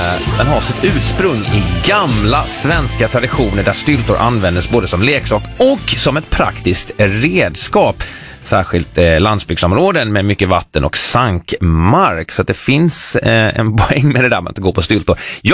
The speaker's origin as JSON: {"language": "Swedish", "town": "Nässjö", "region": "Jönköping County", "country": "Sweden", "tie": "born or raised there", "said": "som jag gick omkring med runt i kvarteret där hemma på Lingonstigen i Nässjö."}